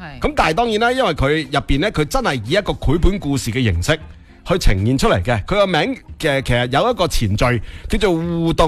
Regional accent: Guangdong, China; 作为广东人

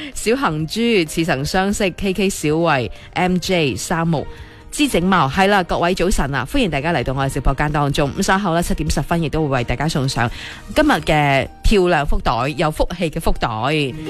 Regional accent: Guangdong, China; 我哋广东人

